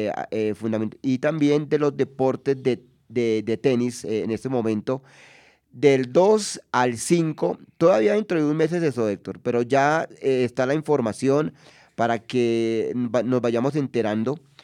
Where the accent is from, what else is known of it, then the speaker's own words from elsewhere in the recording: Colombia; nuestro país como sede organizadora